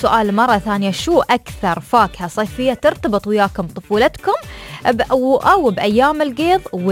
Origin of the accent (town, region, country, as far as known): United Arab Emirates